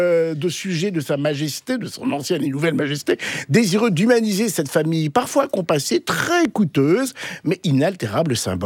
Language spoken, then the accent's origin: French; France